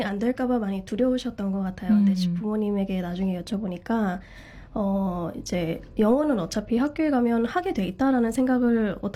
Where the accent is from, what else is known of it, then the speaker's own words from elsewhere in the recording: Australia; 저는 호주에서 태어나고 자랐습니다.